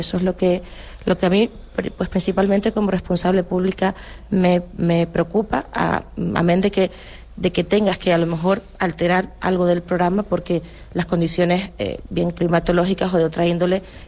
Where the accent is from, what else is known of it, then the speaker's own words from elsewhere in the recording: Canary Islands, Spain; nuestra identidad como canarios